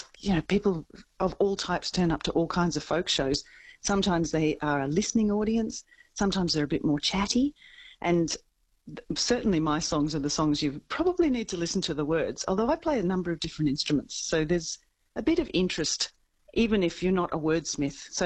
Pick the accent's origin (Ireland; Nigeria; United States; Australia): Australia; Townsville, Queensland; now in Brisbane, Australia; But I also know that because I grew up in Townsville, and I live in Brisbane, or just outside Brisbane.